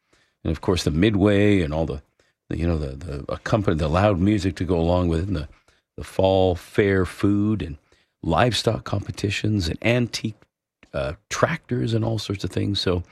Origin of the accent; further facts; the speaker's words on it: Ancaster, Ontario, Canada; now in Collingwood, Canada; I, however, grew up outside of Hamilton. I grew up in Ancaster, and so the Ancaster Fall Fair, which is still going, is you know, was a big deal every year around the third weekend of September